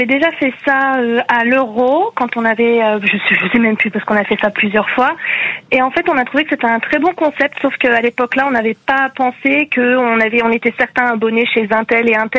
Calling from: Maxéville, Grand Est, France; Moi, je suis à Maxéville, mais disons Nancy, en fait.

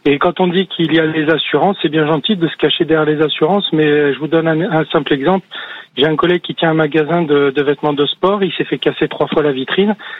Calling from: Provence-Alpes-Côte d'Azur, France

